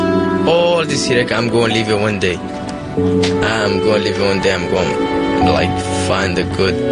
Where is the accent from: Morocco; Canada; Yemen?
Yemen; English is a second language; moved away as an adult; now in Baltimore, United States; I'm from Yemen. It's an Arabic country. I came in here, like, 2.5 years. We can't go back in my country.